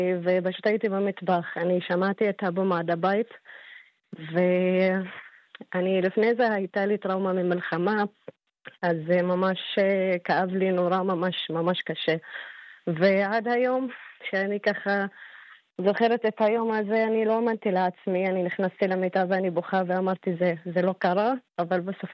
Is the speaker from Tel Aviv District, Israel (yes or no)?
no; Majdal Shams, Northern District, Israel; שלמת ואמנית מכפר מג'דל שמס.